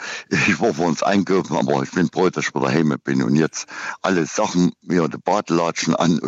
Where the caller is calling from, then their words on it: Saxony, Germany; Von Preiswisch, Ortsteil von Kitschau.